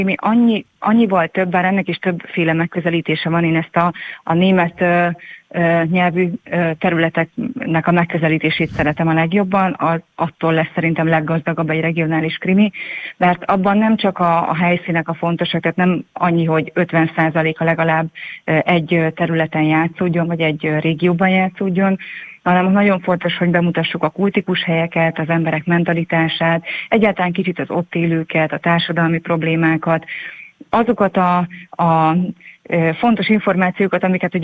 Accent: Miskolc, Borsod-Abaúj-Zemplén, Hungary; born there; Miskolcon születtem

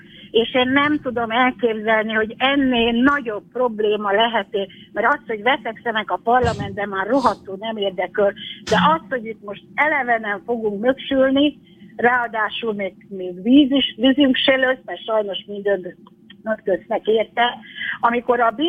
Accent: Csongrád-Csanád, Hungary; now in Szeged, Hungary; itt Szegedről lakunk, és hát Szeged környéki faluban nőttem föl

